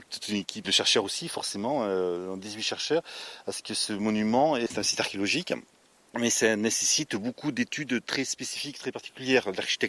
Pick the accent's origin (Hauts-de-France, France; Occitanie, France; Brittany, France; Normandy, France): Occitanie, France; Vers; born there; je suis archéologue, je suis né à Vers et j'habite maintenant à Cabourret.